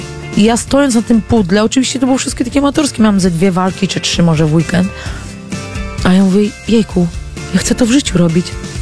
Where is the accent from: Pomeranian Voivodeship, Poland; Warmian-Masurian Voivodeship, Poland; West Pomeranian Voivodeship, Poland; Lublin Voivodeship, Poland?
Warmian-Masurian Voivodeship, Poland; Olsztyn; wychowałam się na dość sporym osiedlu olsztyńskim.